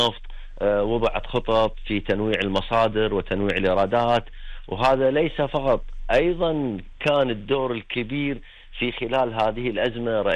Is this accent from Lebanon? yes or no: no; Kuwait; اليوم عندنا بالكويت،